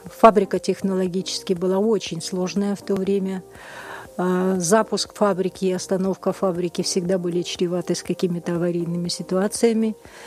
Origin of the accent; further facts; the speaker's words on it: Suntar, Sakha Republic, Russia; born there; also born or lived in Aikhal; В Сунтарах я родилась.